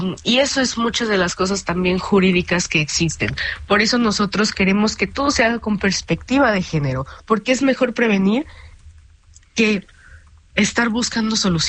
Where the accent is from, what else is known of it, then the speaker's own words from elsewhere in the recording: Mexico; No afirmamos nosotras, como mexicanas, pero tal vez también nosotras ya estamos un poco sesgadas porque aquí vivimos